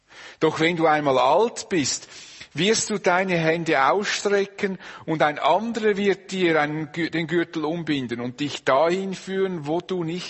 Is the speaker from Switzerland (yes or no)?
yes; Switzerland; Das wollen wir gar nicht und als Schweizer schon erst recht nicht.